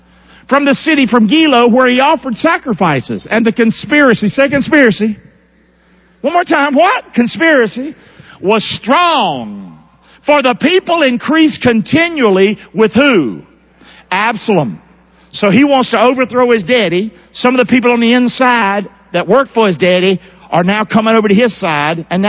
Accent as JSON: {"language": "English", "country": "United States", "said": "I am an American."}